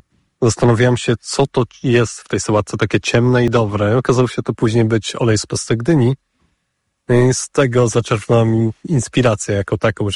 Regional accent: Zamość, Lublin Voivodeship, Poland; Jestem z Zamościa, nie? Umówmy się, to nie jest najbardziej perspektywiczne miejsce

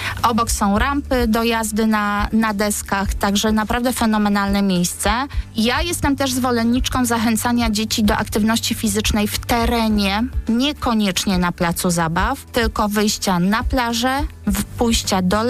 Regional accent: Gdynia, Pomeranian Voivodeship, Poland; Ja jestem z Gdyni, więc łatwiej mi operować takimi rejonami właśnie Gdyni.

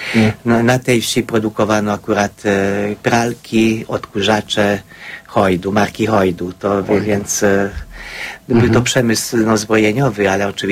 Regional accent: Debrecen, Hajdú-Bihar, Hungary; Polish is a second language; Urodziłem się na Węgrzech, w Debreczynie.

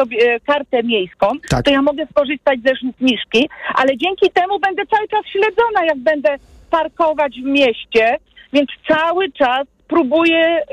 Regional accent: Kraków, Lesser Poland, Poland; Jako, ja z jestem krakowianką, no tak.

